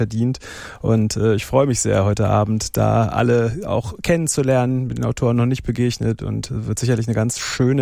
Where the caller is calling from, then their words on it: Hamburg, Germany; Moin aus Hamburg, freue mich sehr, dass ich da bin.